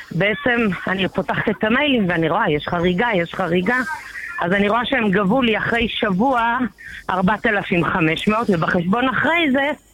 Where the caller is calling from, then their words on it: Ashdod, Southern District, Israel; העברתי את הפרטים לחנות פה באשדוד. אני מאשדוד, פה באשדוד